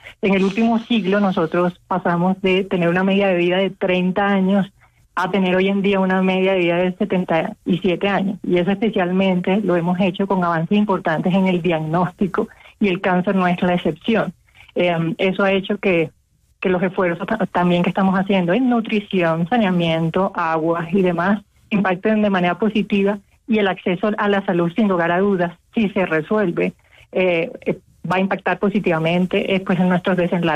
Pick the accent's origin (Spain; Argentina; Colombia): Colombia